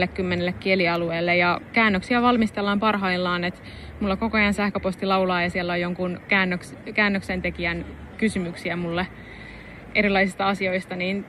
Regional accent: Valkeakoski, Pirkanmaa, Finland; born or raised there

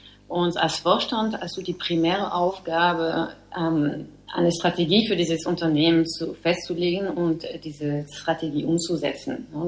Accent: France; German is a second language; moved away as an adult; now in Hannover, Germany; bin ich eine deutsch-französische Frau, muss man einfach so sagen. Nach 25 Jahren in Deutschland lebe ich länger in Deutschland, als ich in Frankreich gelebt bin.

